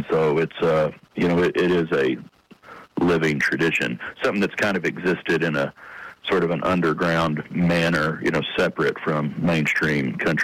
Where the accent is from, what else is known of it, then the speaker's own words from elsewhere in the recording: Lubbock, Texas, United States; I'm from Lubbock, Texas